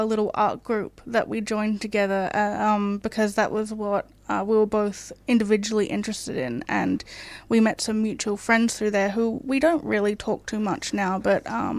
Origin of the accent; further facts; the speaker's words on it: Kangaroo Island, South Australia, Australia; I was a small town kid growing up on Kangaroo Island in South Australia